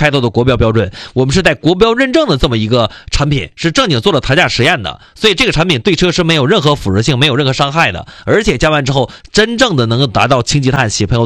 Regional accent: Changchun, Jilin, China; 对，因为一汽是我们长春的企业

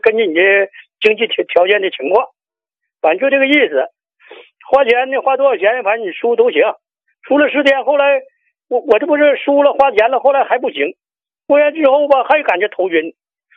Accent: Qiqihar, Heilongjiang, China; 我是齐齐哈尔的，

